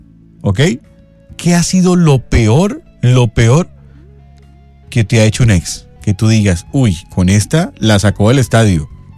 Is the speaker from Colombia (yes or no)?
yes; Bogotá, Colombia; now in Puerto Colombia, Colombia; Soy de Bogotá, pero vivo en Puerto Colombia.